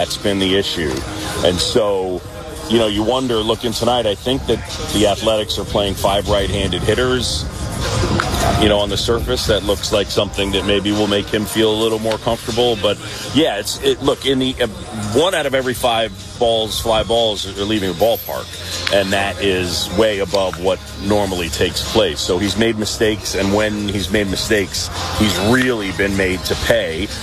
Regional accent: New York City, New York, United States; Yeah, so I grew up in New York City, and one of my childhood friends, a kid named Tim Sheehy, we met when I was 7 years old.

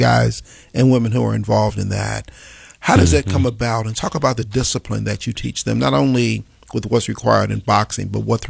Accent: Chicago, Illinois, United States; I grew up in Lawndale

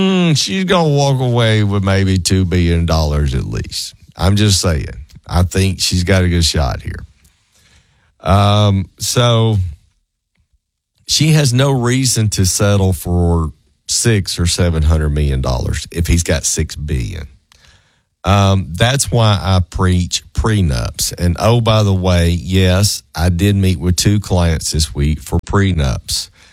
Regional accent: Southern United States, United States; accent: Southern; overlook my Southern accent.

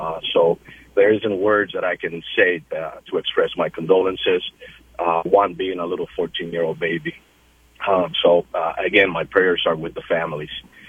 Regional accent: Santa Isabel, Puerto Rico; I was born and raised up in Puerto Rico. I grew up in one of the worst places at that time, Residencial Rincón Taíno in Santa Isabel, Puerto Rico.

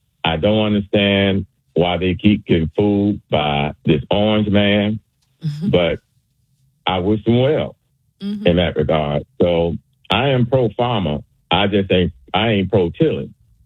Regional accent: Chicago, Illinois, United States; born there; I was born in Chicago

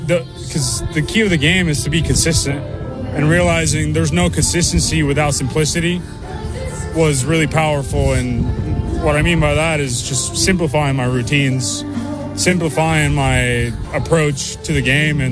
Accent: Cuba; We're very poor, and we come from Cuba, and we don't have much here.

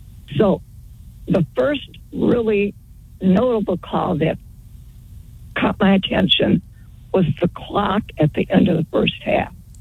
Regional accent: Florida, United States; also born or lived in Michigan; now, I'm from Florida. Prior to that, Michigan.

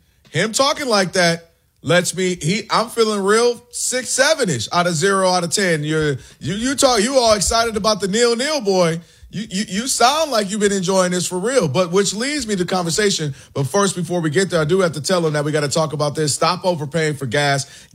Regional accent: Ann Arbor, Michigan, United States; What I mean is, so I'm from Ann Arbor, outside of Detroit.

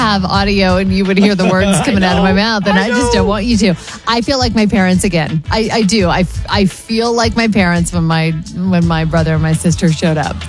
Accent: Riverside, California, United States; also born or lived in Oklahoma; when I was a kid, I think I was in second grade, and we moved from Oklahoma to Riverside, California.

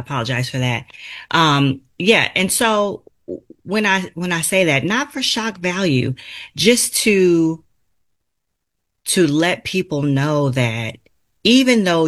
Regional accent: Los Angeles, California, United States; I come from Los Angeles, California.

